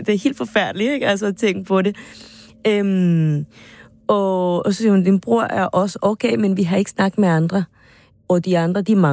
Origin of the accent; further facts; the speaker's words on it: Venezuela; now in Denmark; Den by, hvor jeg kommer fra, der har ikke været vand i 4 år.